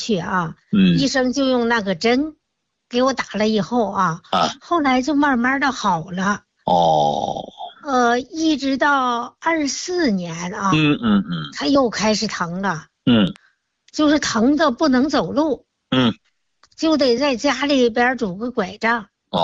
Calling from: Tianjin, China; 我家是天津的啊，

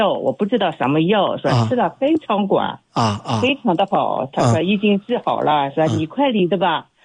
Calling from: Ganyu, Jiangsu, China; 江苏赣榆的。

